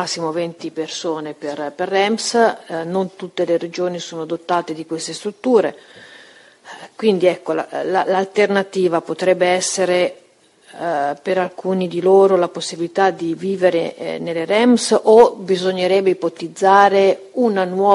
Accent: La Spezia, Liguria, Italy; io sono di La Spezia

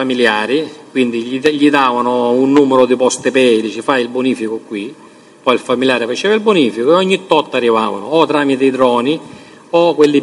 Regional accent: Catania, Sicily, Italy; essendo catanese

